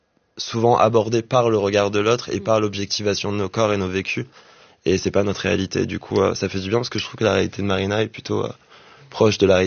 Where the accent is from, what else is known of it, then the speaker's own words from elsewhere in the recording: Réunion; je l'ai lu sur la plage à La Réunion, parce que je viens de La Réunion